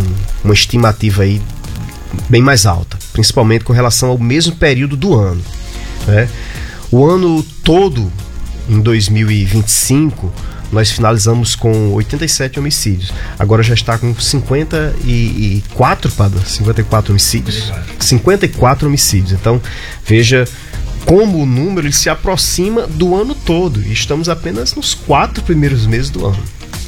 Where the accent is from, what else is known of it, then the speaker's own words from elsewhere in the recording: Mossoró, Rio Grande do Norte, Brazil; Eu fui criado em Mossoró, nasci em Mossoró e sou mossoroense.